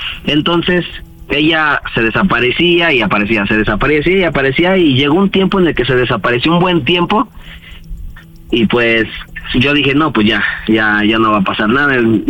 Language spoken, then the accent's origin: Spanish; Mexico City, Mexico; De la Ciudad de México, tengo 36 años.